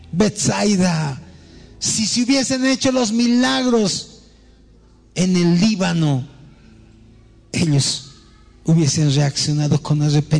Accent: Bolivia; ¿cuál es la diferencia nuestra con el resto de la población? Somos igual bolivianos.

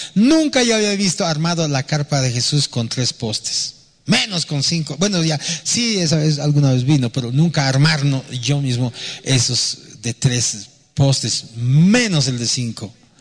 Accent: Buenos Aires, Argentina; Para empezar, yo también vengo de Buenos Aires, ¿no? Tampoco vengo del planeta de las estrellas.

